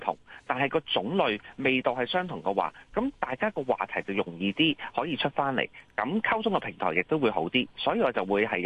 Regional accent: China; 其實我哋中國人咧，即係正所謂民以食為天啦

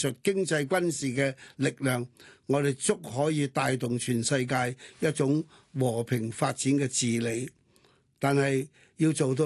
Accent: China; 中華價值觀對我哋中國人嘅嗰個底氣、骨氣嘅重要性。让大家认识我哋嘅国家

